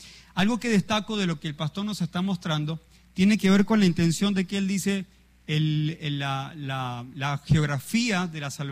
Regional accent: Colombia; como país, como colombianos.

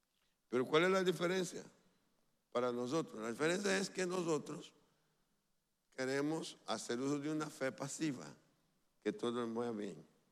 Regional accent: Brazil; Spanish is a second language; moved away; ¿usted dónde es? Digo, Brasil

